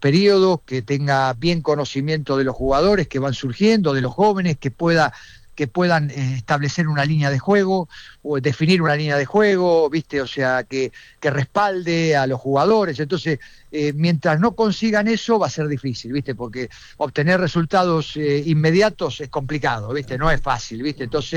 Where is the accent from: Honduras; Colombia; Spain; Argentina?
Argentina; yo como argentino desearía que Argentina siga estando.